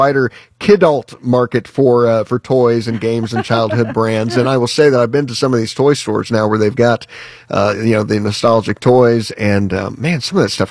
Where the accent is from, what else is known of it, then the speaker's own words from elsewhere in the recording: Indiana, United States; growing up in Indiana